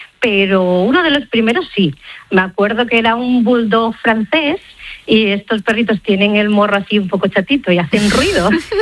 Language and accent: Spanish; Asturias, Spain; now in Barcelona, Spain; yo soy de Asturias, pero acabé viviendo en Barcelona y allí en aquella época, que era pues sobre 2010 o así